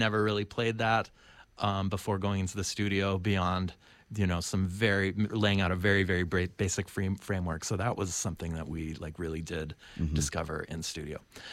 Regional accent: United States; I'm an American Jew

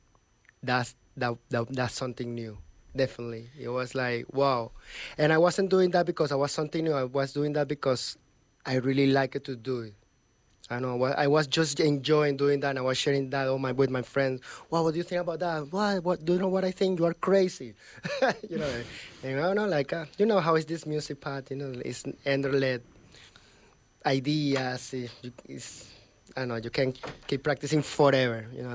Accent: Venezuela; English is a second language; moved away as an adult; now in New York, United States; I'm from Venezuela

